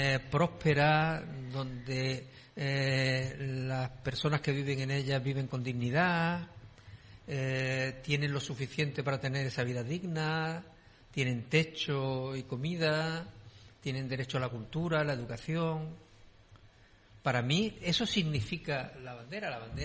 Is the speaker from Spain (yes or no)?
yes; Andalusia, Spain; si alguien utilizara la bandera de Andalucía, la bandera de mi pueblo, para eso, me asquearía. Mi bandera andaluza representa la aspiración de un pueblo a dejar de ser el último de la cola.